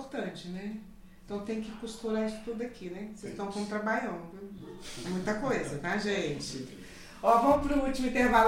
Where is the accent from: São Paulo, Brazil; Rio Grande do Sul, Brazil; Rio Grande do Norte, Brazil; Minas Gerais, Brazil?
Minas Gerais, Brazil; Oliveira; moved away; eu também não sou daqui como o Wander, eu sou de Oliveira. E Oliveira a gente tem tradições afro-indígenas